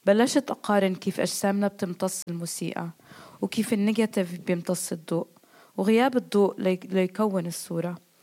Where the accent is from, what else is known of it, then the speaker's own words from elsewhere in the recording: Palestine; واحدة من أكبر تحدياتنا كفلسطينيين هو إنه عم نتبعثر